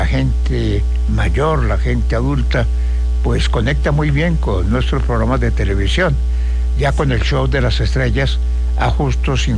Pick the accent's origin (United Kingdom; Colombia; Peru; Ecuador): Colombia; Ibagué, Tolima; moved away; Yo inicié en la radio allá en mi tierra natal, en Ibagué.